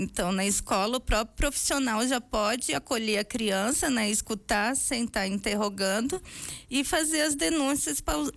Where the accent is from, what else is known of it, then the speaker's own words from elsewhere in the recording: Brasília, Federal District, Brazil; moved away as an adult; now in Vacaria, Brazil; Eu sou natural de Brasília.